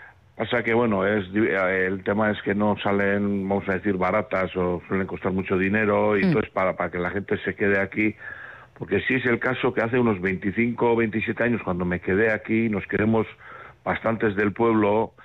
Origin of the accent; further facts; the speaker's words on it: Asteasu, Basque Country, Spain; y las 12 todos somos de Asteasu, nacidos y vamos, nos hemos crecido aquí, hemos hecho todo aquí.